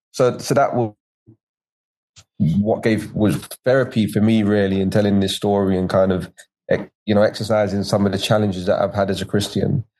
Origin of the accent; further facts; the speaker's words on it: United Kingdom; and also being British and being Black and British and what all those things meant